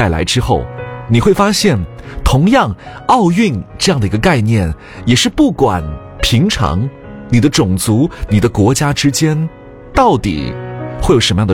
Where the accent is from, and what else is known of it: China